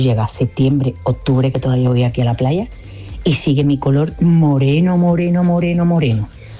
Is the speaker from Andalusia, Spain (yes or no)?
yes; Cádiz, Andalusia, Spain